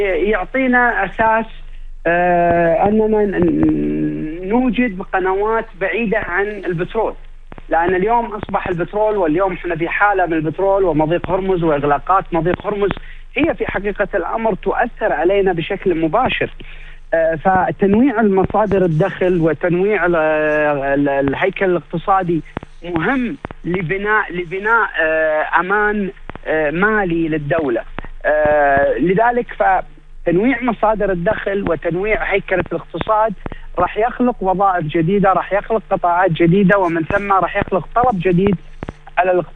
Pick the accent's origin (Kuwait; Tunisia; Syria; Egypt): Kuwait; احنا عندنا في الكويت